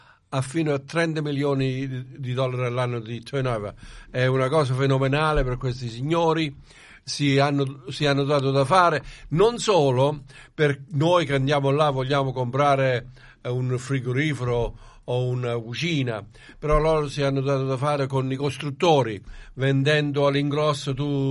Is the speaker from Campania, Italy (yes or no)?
yes; Campania, Italy; now in Australia; dalle nostre parti, diciamo, della Campania